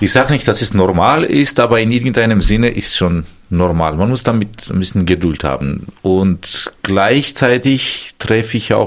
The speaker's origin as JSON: {"language": "German", "country": "Armenia", "second_language": "German", "moved": "as an adult", "lives_now": "Dresden, Germany", "said": "ein Mensch, der hier hin und her läuft, was macht. Ich bin auch Armenier, ich bin Vertreter meines Landes."}